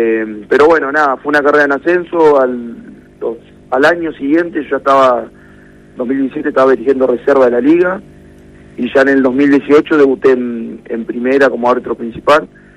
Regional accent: Santa Fe, Argentina; de Santa Fe, Barrio Roma. Nací, me crié ahí y sigo viviendo en el barrio. Difícil de pegarse de ese lugar.

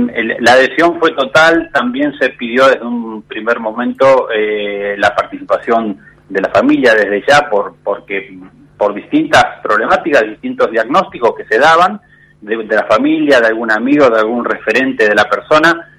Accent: Argentina; nos ha quedado como argentinos, una sensación de no abandonar

